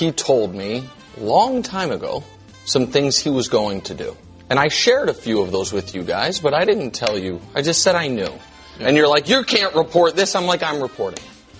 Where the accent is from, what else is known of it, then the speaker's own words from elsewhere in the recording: Kansas City, United States; the quarterback of my hometown team, Patrick Mahomes